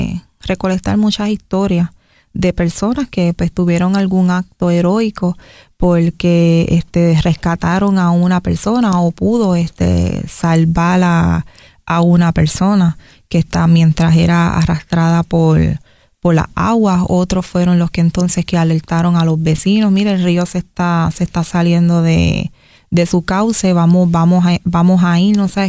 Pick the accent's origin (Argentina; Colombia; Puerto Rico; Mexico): Puerto Rico; Humacao; born there; mi pueblo, Humacao